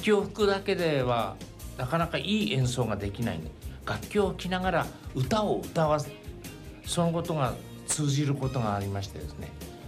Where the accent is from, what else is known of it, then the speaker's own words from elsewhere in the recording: Kitami, Hokkaido, Japan; moved away as an adult; also born or lived in Tokyo; now in Abashiri, Japan; もともと私北見北斗の出身で、北見でブラスやって